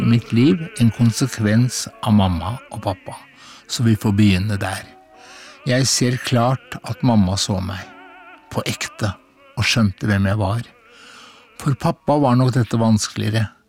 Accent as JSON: {"language": "Norwegian", "town": "Horten", "region": "Vestfold", "country": "Norway", "tie": "born or raised there", "said": "Jeg vokste opp på Linden Gartneri på Horten, denne fine lille hagebyperlen som nå kulturhovedstaden I Vestfold. Solkysten på Østlandet."}